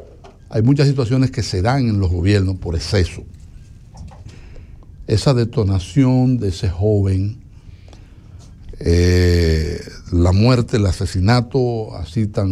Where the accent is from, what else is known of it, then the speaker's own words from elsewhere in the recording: Dominican Republic; Y como dominicano